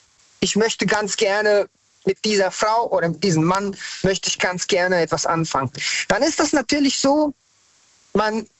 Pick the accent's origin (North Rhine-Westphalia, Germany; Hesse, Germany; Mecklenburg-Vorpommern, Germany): Hesse, Germany; Hanau; Also eigentlich komme ich von ganz woanders her, aber ich bin in Hessen, Hanau, Hessen-Frankfurt aufgewachsen und bin dann nach Hanau gezogen.